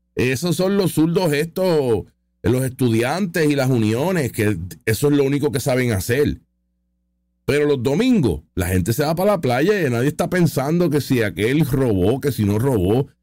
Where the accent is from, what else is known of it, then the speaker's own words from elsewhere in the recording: Puerto Rico; una realidad que vivimos los puertorriqueños